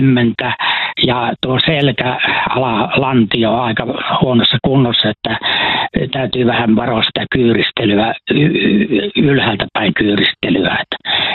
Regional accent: Rantasalmi, South Savo, Finland; born there; now in Helsinki, Finland; olen Rantasalmelta syntyisin, mutta tällä hetkellä ja iät ja ajat olen asunut kyllä Helsingissä, mutta mulla on tässä mökki isolla puutarhapalstalla

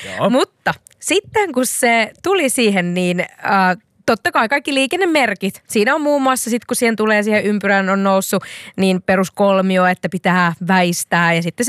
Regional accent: Seinäjoki, South Ostrobothnia, Finland; Mä oon sanonut, että mä oon kotoisin Seinäjoelta, mutta mä oon vieläkin, jos mennään spesifimmiksi, niin Nurmosta. Semmoinen siis kylä siinä vieressä / Seinäjoen sisällä.

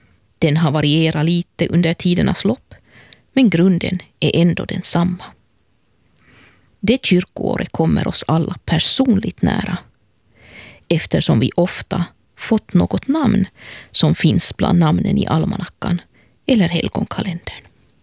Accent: Helsinki, Uusimaa, Finland; och jag är från Helsingfors.

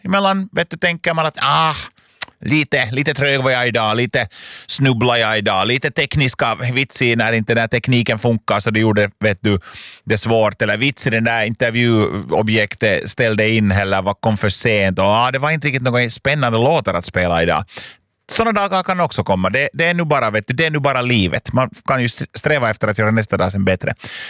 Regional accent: Lapinjärvi, Uusimaa, Finland; Jag kommer ihåg att jag hörde det här från min klockradio hemma i Lappträsk

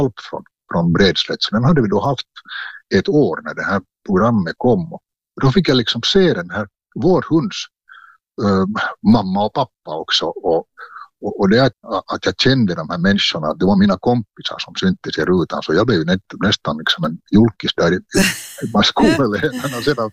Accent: Porvoo, Uusimaa, Finland; born there; also born or lived in Svartå; jag flyttade från Västnyland, eller vi flyttade från Västnyland till Östnyland när jag var där just fylla 7. Och så började jag i folkskola i Tolki svenska folkskola.

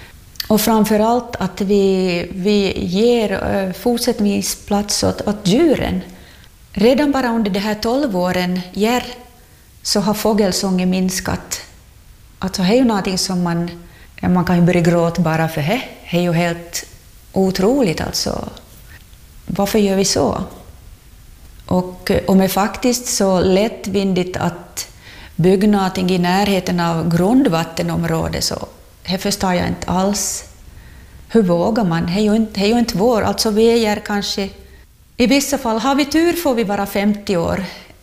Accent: Finland; born there; vilken rikedom jag är född i, Finland alltså.

